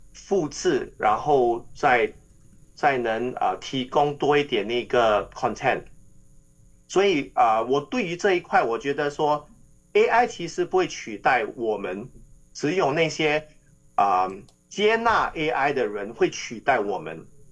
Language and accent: Chinese; Singapore; 我们新加坡人